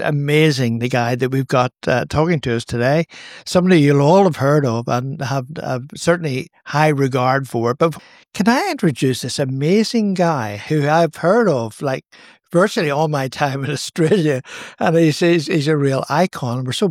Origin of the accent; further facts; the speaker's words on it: Ireland; I'm not a pommy. I'm an Irishman.